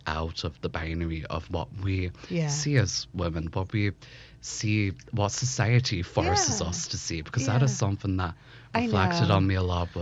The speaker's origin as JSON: {"language": "English", "town": "Belfast", "region": "Northern Ireland", "country": "United Kingdom", "tie": "born or raised there", "said": "I believe myself growing up in Belfast and growing up when I did has definitely influenced how I even, for example, go about documenting my art nowadays."}